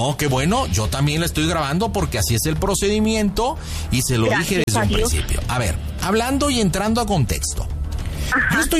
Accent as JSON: {"language": "Spanish", "town": "Monterrey", "region": "Nuevo León", "country": "Mexico", "tie": "born there"}